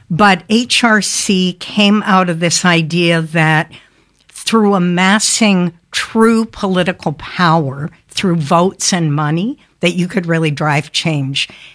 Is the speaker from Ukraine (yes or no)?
no; Canada; now in United States; I'm Canadian